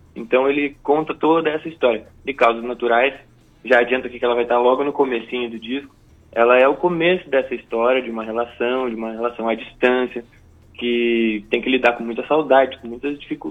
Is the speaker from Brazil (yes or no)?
yes; Porto Alegre, Rio Grande do Sul, Brazil; now in São Paulo, Brazil; Claro, cara, a gente é gaúcho, porto-alegrense, nascemos por aí, estamos bem acostumados com frio.